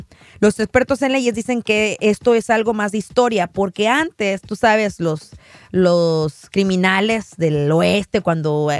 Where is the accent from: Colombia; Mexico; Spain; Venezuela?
Mexico; Rosarito, Baja California; now in United States; allá de donde yo soy, allá en Rosarito